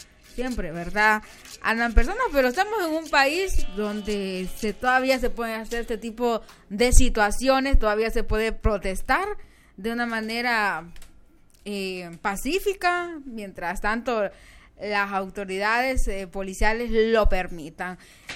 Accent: Honduras

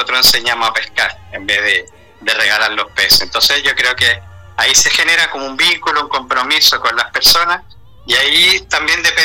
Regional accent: Chile; moved away as an adult; now in Catalonia, Spain; Uno como chileno acá, que ha vivido estas situaciones

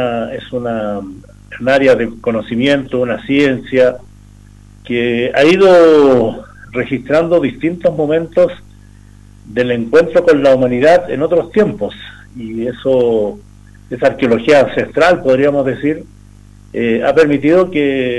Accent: Arica y Parinacota, Chile; lo que somos como región de Arica Parinacota

